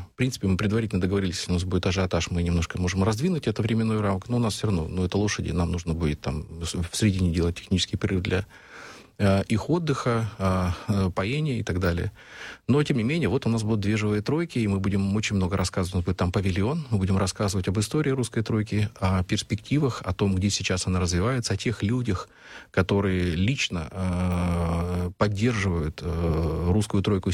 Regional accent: Siberia, Russia; я родился и вырос в Сибири

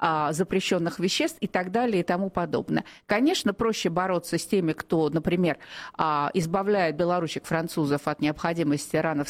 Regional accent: Moscow, Russia; born there; moved away as an adult; also born or lived in France; я год, вот как вернулась на родину, в Москву

